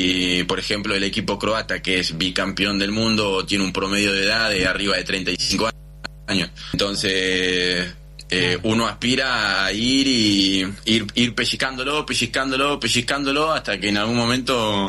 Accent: Argentina; Somos de argentino de pie a cabeza y creo que el argentino vive su vida un poco diferente que los demás

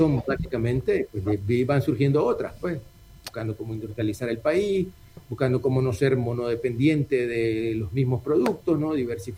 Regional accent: Nicaragua; cuando uno lee los estudios de la tenencia de la tierra en mi país

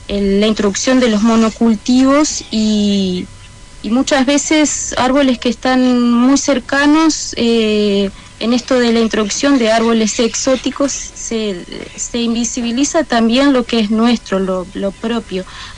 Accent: Río Negro, Uruguay; born there; now in Soriano, Uruguay; nací a 20 kilómetros de acá, ya es otro departamento, el departamento de Río Negro, muy cerquita del río Uruguay. Ahí creció toda mi familia, mis abuelos. Ese es mi origen, pero territorialmente estoy actualmente viviendo en un departamento que es lindero

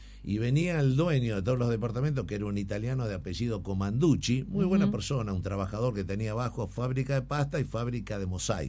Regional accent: Buenos Aires, Argentina; born there

